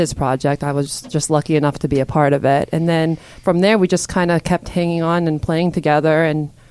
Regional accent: Pennsylvania, United States; I'm from Robinson Township.

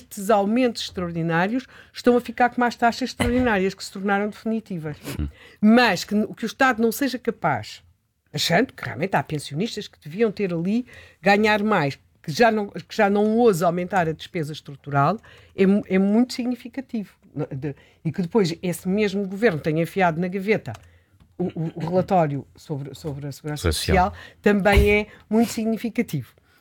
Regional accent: Portugal

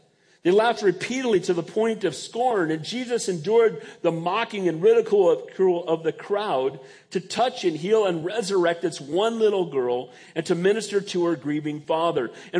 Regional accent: San Bernardino, California, United States; born there; I said, you know, I was born in San Bernardino.

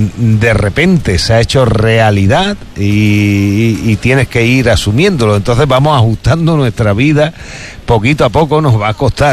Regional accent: Almonte, Andalusia, Spain; muy contento de contarte lo que pasa en mi pueblo.

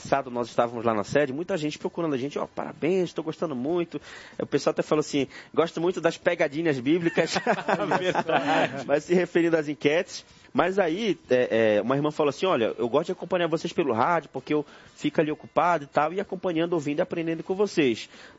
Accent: Pará, Brazil; Eu sou paraense, o Gabriel baiano.

